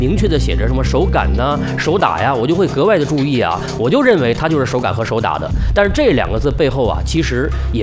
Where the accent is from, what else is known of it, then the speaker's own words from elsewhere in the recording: Shandong, China; 我是山东人，喜欢吃这个手擀面